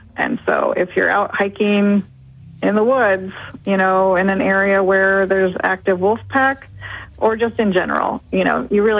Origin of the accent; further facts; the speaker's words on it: California, United States; I grew up in El Dorado County where there have been, you know, unfortunately, some attacks on humans.